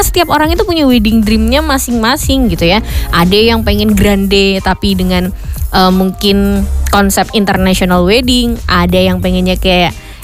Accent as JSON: {"language": "Indonesian", "region": "Java", "country": "Indonesia", "said": "sebagai orang Jawa gitu juga pengen lah gitu nikah dengan adat Jawa yang sedemikian sakral dan hikmatnya gitu"}